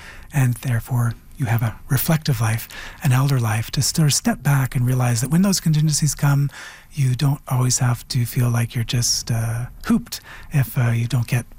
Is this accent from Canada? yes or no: yes; Canada; I'm wholly Canadian. I'm not some portion Canadian. I'm wholly Anishinaabe, not some portion Anishinaabe.